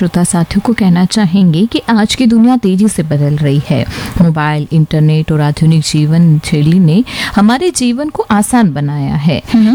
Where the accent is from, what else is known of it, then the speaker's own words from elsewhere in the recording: Rajasthan, India; हमारे वागड़ जैसे क्षेत्रों में तो संस्कृति प्रकृति और ग्रामीण जीवन से बहुत गहराई से जुड़ी हुई दिखाई देती है।